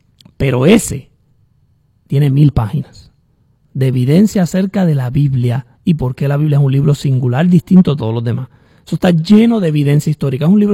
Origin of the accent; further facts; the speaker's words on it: Puerto Rico; Yo soy nacido y criado en Puerto Rico.